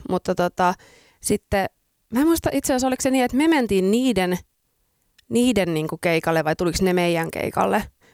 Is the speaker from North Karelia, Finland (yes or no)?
no; Vantaa, Uusimaa, Finland; moved away; mä oon alun perin Vantaalta